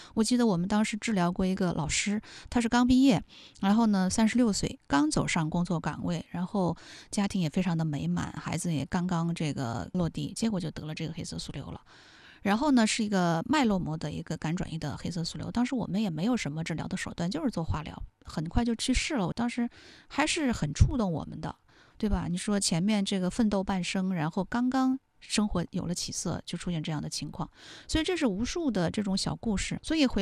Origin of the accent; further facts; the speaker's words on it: China; 但是我们中国人吧，他是一白遮百丑，我们其实是喜欢打把伞的。